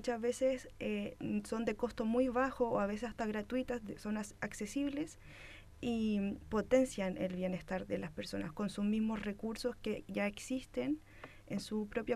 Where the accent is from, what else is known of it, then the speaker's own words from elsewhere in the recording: Chile; como sociedad o como chilenos o como país